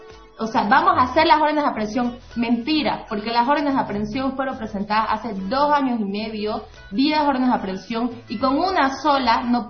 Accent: Santa Cruz, Bolivia; yo como mujer cruceña y mujer trabajadora

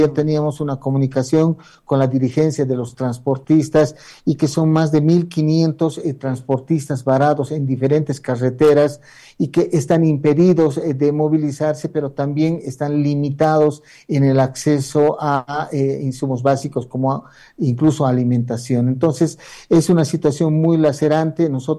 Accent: Bolivia; hay que repensarnos como sociedad boliviana también

